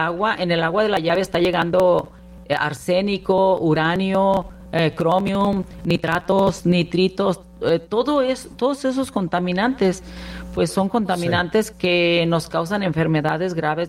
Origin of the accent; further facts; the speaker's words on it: Colima, Mexico; Yo soy de Colima